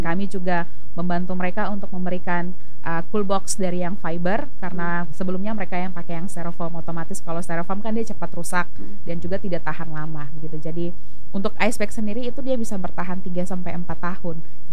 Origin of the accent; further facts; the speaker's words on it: Alor, East Nusa Tenggara, Indonesia; kami anak asli Alor